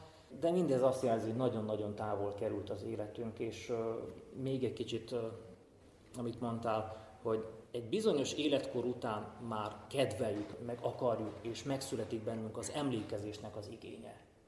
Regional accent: Fügyivásárhely, Bihor, Romania; also born or lived in Oradea; Én nagyváradi születésű vagyok, Fügyivásárhelyen nőttem fel.

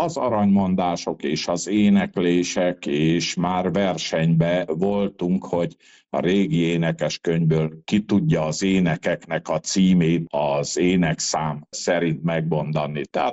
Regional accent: Zentelke, Cluj County, Romania; Kalotaszent király Zentelkén születtem, és már a nagyszülők által természetes a szüleim is vallásos emberek voltak.

